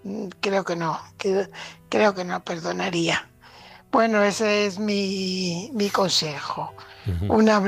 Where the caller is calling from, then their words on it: Fuenlabrada, Community of Madrid, Spain; corresponsal de Fuenlabrada.